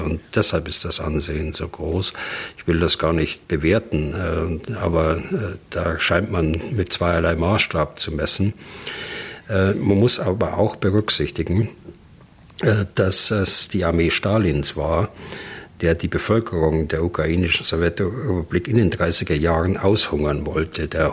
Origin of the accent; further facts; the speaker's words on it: Germany; als ehemaliger General, als Deutscher auch